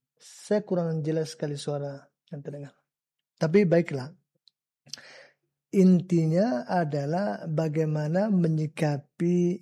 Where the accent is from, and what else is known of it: Kampar, Riau, Indonesia